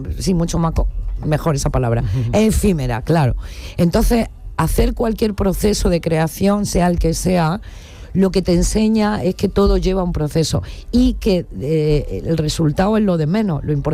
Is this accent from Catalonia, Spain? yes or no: no; La Zubia, Andalusia, Spain; born or raised there